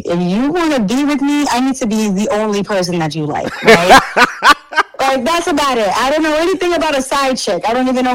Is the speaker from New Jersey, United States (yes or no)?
yes; Weehawken, New Jersey, United States; also born or lived in New York City; But then my parents were like, you kind of want to leave the city a little bit. So we moved to Jersey. But I live in like a small town called Weehawken, but it's like right outside.